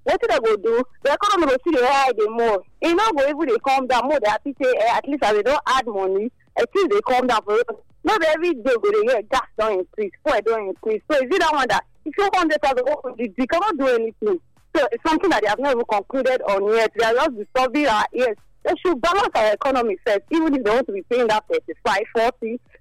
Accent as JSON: {"language": "English", "country": "Uruguay", "said": "This one I'm new. I'm from Uruguay."}